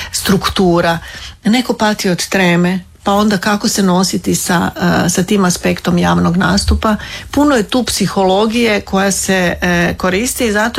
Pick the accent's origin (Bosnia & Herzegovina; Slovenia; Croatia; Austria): Croatia; Slavonia; Kao što se kod mene možda ne čuje toliko, jer sam odrasla u Slavoniji, gdje se govori, gdje i naglasci nisu toliko izraženi.